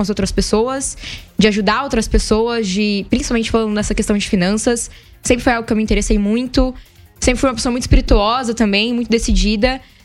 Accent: Piraju, São Paulo, Brazil; moved away as an adult; now in Ribeirão Preto, Brazil; eu sou daqui de Piraju, na verdade eu cresci aqui em Piraju, vivi e cresci aqui em Piraju

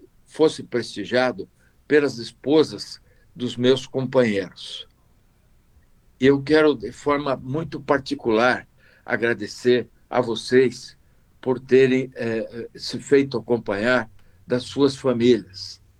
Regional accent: Paraná, Brazil; Nós somos paranaenses, Nós somos brasileiros

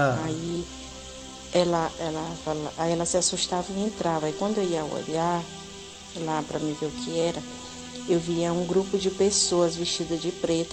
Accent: Maranhão, Brazil; born or raised there

